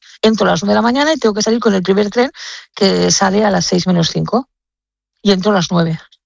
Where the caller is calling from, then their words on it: Tarragona, Catalonia, Spain; Yo vivo en Tarragona y trabajo en el puerto de Barcelona, en la zona portuaria.